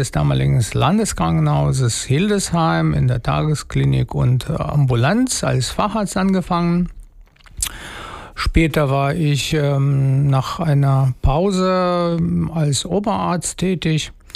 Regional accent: Moscow, Russia; German is a second language; moved away as an adult; now in Hameln, Germany; wie du schon erwähnt hast. Ich komme ursprünglich aus Moskau, aus Russland. Ich habe dort auch Medizin studiert und dann bin ich vor 27 Jahren nach Deutschland gekommen, aus beruflichen Gründen

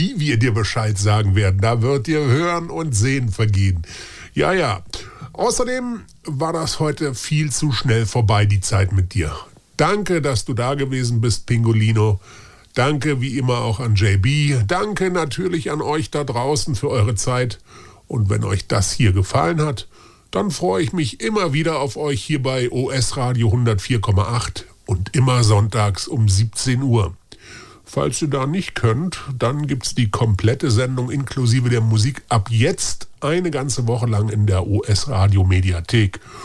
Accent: Baden-Württemberg, Germany; wir sind beide in Baden-Württemberg aufgewachsen.

